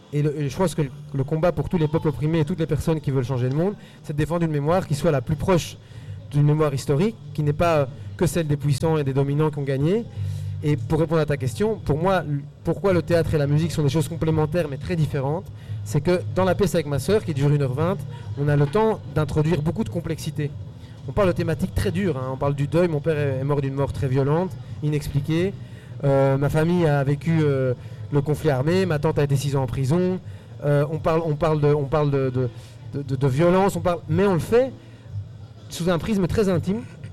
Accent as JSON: {"language": "French", "country": "Belgium", "tie": "born or raised there", "first_language": "Spanish", "second_language": "French", "said": "j'ai grandi en Belgique, mais ma langue maternelle, c'est l'espagnol. Je parle en fait mieux aujourd'hui français qu'espagnol parce que c'est ici que j'ai étudié et tout ça. Mais les émotions, pour moi, elles viennent en espagnol. Je rêve en espagnol"}